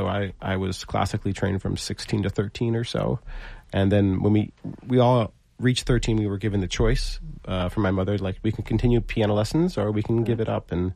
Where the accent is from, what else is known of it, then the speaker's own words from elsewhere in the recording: Syracuse, New York, United States; now in Catskills, United States; I grew up outside Syracuse, New York.